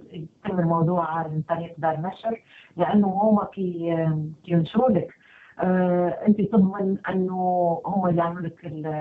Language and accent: Arabic; Tunisia; moved away as an adult; now in Europe; أنا كي جيت خارجة معناها من تونس،